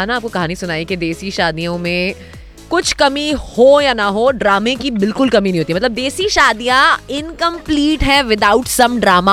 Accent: Madhya Pradesh, India; मैं भी एमपी से हूँ यार, बट हम इतने कलेशी नहीं है जितने फूफा जी हैं.

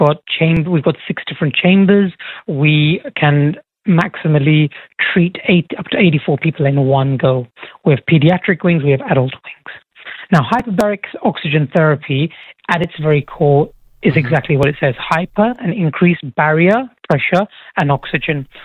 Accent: England, United Kingdom; So I'm from England, so right. naturally part of me will support England.

